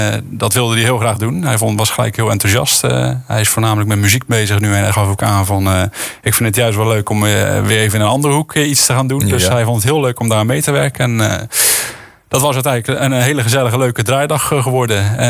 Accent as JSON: {"language": "Dutch", "town": "Dordrecht", "region": "South Holland", "country": "Netherlands", "tie": "born or raised there", "said": "Ja, klopt. Geboren en getogen in Sterrenburg."}